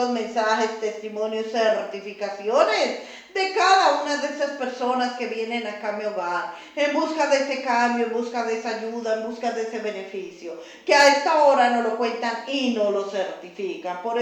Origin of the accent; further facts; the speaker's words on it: Jericó, Antioquia, Colombia; Espero reciba un cordial saludo. Soy de Jericó, Antioquia.